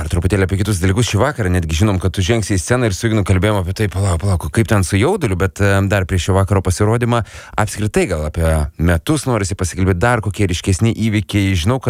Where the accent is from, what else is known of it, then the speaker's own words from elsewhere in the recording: Plungė, Telšiai County, Lithuania; O aš esu iš Plungės ir mes sakom, kad mes esam iš Plungės.